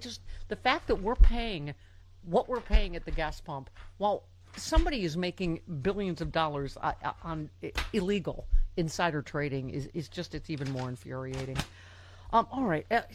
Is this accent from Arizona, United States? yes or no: no; Buffalo, New York, United States; Maybe your basement could be Saberhood West. Go Sabres, my hometown.